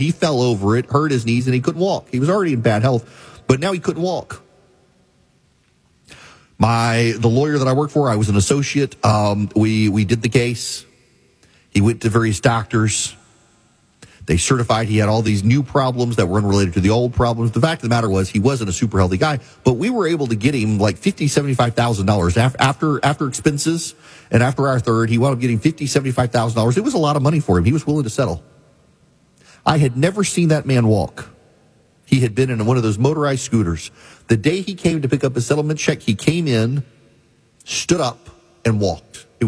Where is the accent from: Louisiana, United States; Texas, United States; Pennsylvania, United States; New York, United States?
Louisiana, United States